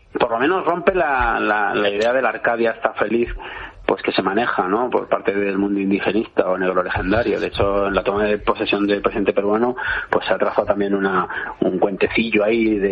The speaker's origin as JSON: {"language": "Spanish", "town": "Cuenca", "region": "Castilla-La Mancha", "country": "Spain", "tie": "born there", "said": "En mi pueblo, en Cuenca estoy."}